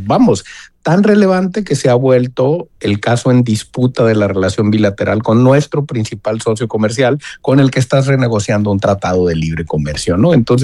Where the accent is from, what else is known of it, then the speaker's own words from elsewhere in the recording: Sinaloa, Mexico; somos los sinaloenses